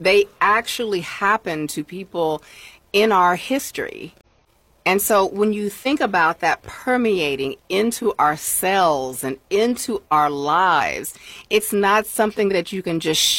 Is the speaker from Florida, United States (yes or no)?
no; Indiana, United States; moved away as an adult; I'm from Indiana.